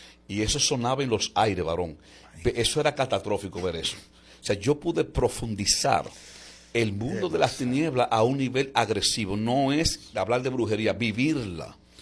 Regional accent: La Vega, Dominican Republic; born there; Yo soy de La Vega, un pueblo muy hermoso y una ciudad pequeñita, pero con un poder sobrenatural grande.

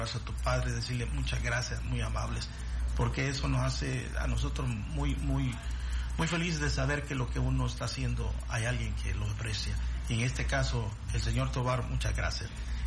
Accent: El Salvador; now in Los Angeles, United States; Sí, le digo, soy del Salvador.

